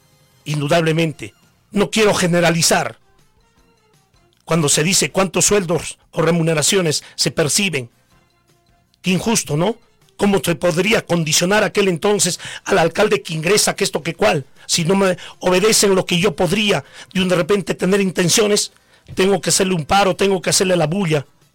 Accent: Coracora, Ayacucho, Peru; Somos coracoreños, parinacochanos, nos conocemos

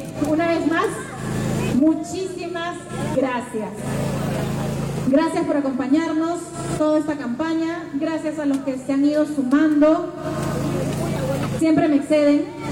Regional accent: Villa Rica, Pasco, Peru; Somos gente de Villarrica que quiere una Villarrica mejor.

